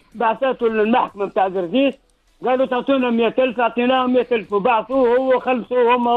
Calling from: Ariana Governorate, Tunisia; نتكلم فيك من ريانا برج الوزير

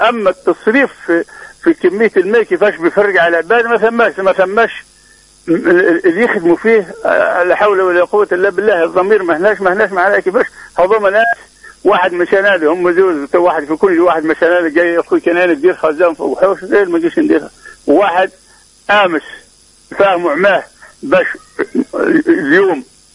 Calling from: Ben Gardane, Medenine, Tunisia; من بن خداش.

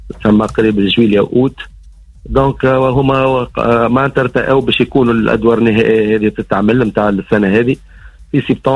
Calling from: Sfax, Sfax Governorate, Tunisia; عندنا في صفاقس

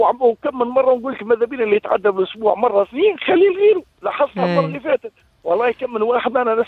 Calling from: Regueb, Sidi Bouzid, Tunisia; من الرقاب

